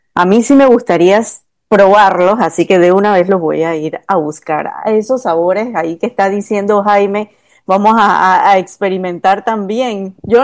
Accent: Chiriquí, Panama; crecimos en Chiriquí, siempre en Tierras Altas

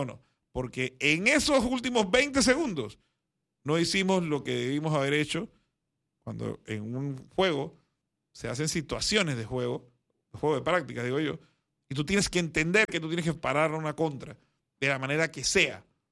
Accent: Panama; como todo panameño, yo quiero ver mi país competir

